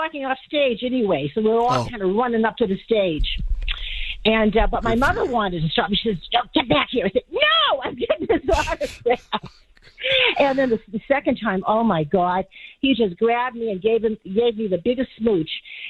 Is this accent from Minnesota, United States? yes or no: no; Lowell, Massachusetts, United States; Lowell, my hometown